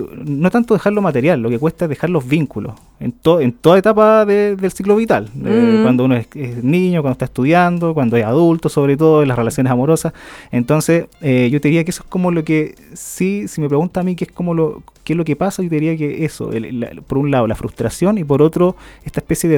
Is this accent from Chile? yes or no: yes; Puerto Montt, Los Lagos, Chile; Mira, yo soy puertomontino, nací acá en Puerto Montt el año 93, 25 de noviembre del 93, así que Sagitario ahí.